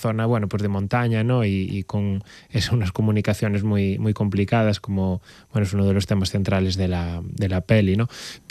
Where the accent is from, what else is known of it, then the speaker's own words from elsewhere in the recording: Baio, Galicia, Spain; yo soy de un pueblo que es Baio, la Costa da Morte, en la otra punta de Galicia